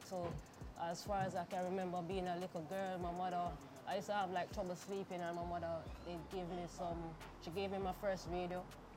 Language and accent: English; Brownstone, Jamaica; also born or lived in Kingston; So I grew up in Brownstone.